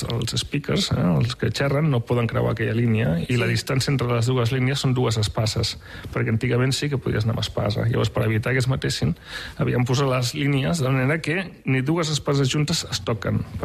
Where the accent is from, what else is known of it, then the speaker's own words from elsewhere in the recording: Barcelona, Catalonia, Spain; also born or lived in Scotland; me'n recordo que quan estava allà dalt vivint em deien d'on ets, Barcelona, i em deien què fas aquí